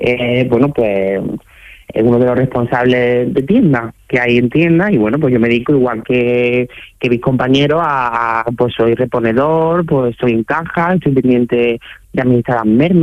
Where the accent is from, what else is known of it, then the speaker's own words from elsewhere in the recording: Córdoba, Andalusia, Spain; born there; also born or lived in Seville / Granada; now in Málaga, Spain; Pues mira, yo soy nacido en Córdoba. Entonces, pues, en mi ciudad, evidentemente, en Sevilla, en Granada y en Málaga, que es donde estoy a día de hoy viviendo y trabajando.